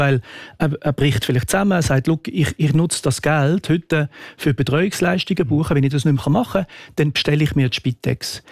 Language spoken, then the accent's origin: German; Switzerland